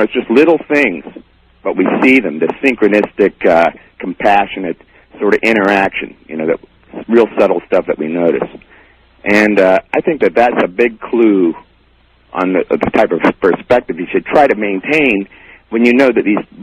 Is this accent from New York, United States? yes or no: no; St. Petersburg, Florida, United States; from St. Pete, Florida.